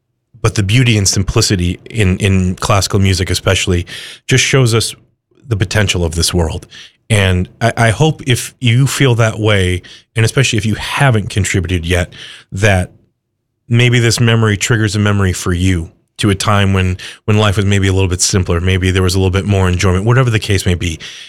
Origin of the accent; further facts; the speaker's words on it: Illinois, United States; now in Oklahoma City, United States; I grew up right outside Chicago, and that's a hub